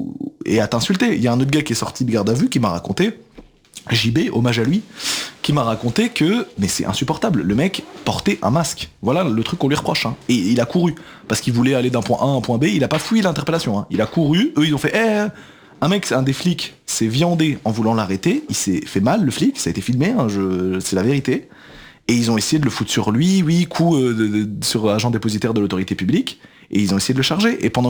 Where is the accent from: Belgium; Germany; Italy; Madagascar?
Belgium; now in Paris, France; moi, je suis pas français à la base, je viens de Belgique. Et je suis arrivé à Paris